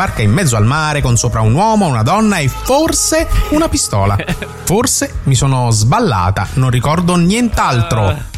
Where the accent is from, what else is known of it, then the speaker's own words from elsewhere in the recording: Spain; Italian is a second language; E da spagnolo potete immaginare come passerò la serata della finale, incollato allo schermo.